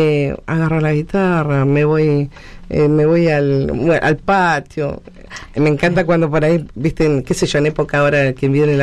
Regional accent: Neuquén, Argentina; estamos acá, porque somos de acá. Yo soy neuquina.

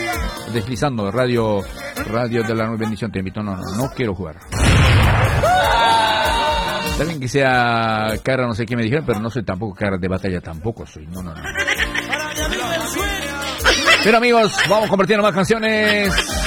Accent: Bolivia; now in Argentina; No es que soy boliviano, obviamente. Radico en Argentina

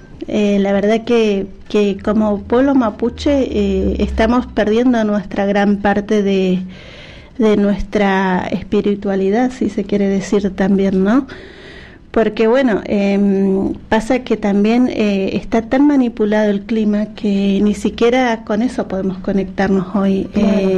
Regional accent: Neuquén, Argentina; somos la provincia de Neuquén

